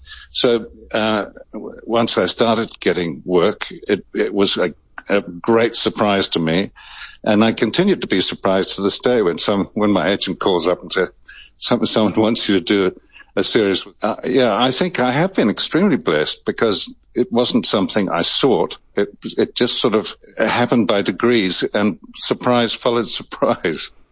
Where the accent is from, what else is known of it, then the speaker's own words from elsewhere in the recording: New Zealand; also born or lived in Northern Ireland; Well, I came from a small town I was born in Northern Ireland initially and then a small town in New Zealand.